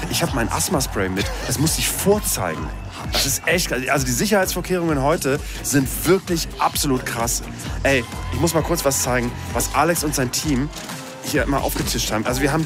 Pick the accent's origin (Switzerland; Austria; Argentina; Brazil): Austria; Als Österreicher muss ich sagen, furchtbar.